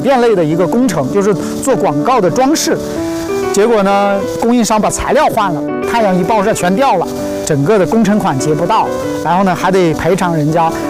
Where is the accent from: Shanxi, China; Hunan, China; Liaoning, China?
Hunan, China; 可能因为也是我是湖南人的原因吧